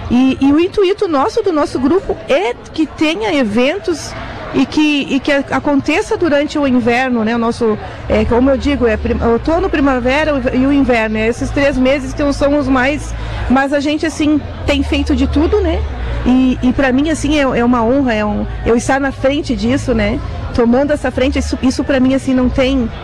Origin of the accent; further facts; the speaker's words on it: Caxias do Sul, Rio Grande do Sul, Brazil; born there; moved away as an adult; now in Balneário Arroio do Silva, Brazil; eu, em 47 anos de Caxias